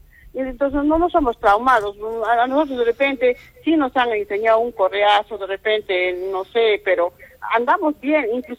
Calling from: Arequipa, Peru; Yo estoy llamando de Alto Caima

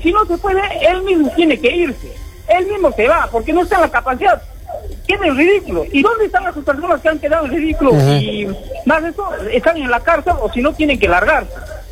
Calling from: Peru; Nosotros somos peruanos

